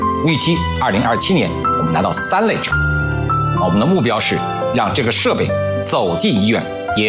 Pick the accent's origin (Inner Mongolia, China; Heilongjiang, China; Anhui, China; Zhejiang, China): Anhui, China; Hefei; 因为我人生的一半以上的时间都在合肥度过，我个人认为我是个合肥人，我觉得应该为合肥做出贡献。